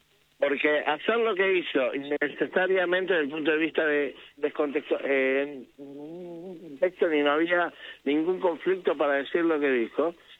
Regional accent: Argentina; me decían a mí, hey, vos no sos argentino, vos sos judío. No, son las dos cosas, justamente.

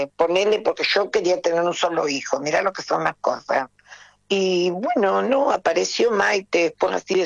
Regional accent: Pergamino, Buenos Aires Province, Argentina; born there; now in Trenque Lauquen, Argentina; soy nacida en Pergamino. Lo que pasa es que la familia, por esas vicisitudes que tiene la vida, una parte vino para acá y otra parte quedó allá.

